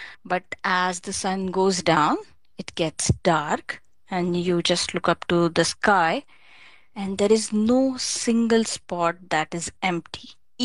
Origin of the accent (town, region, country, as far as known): Mumbai, Maharashtra, India; born or raised there